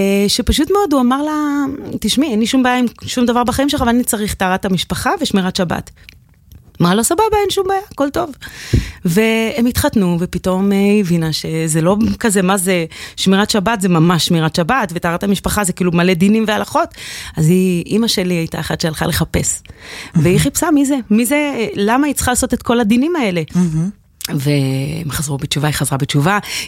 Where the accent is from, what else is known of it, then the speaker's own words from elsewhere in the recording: Bat Yam, Tel Aviv District, Israel; אני גדלתי פה בתל אביב, ובגיל 4-5, כן, אחרי זה עברנו לבת ים, לקריה חסידית.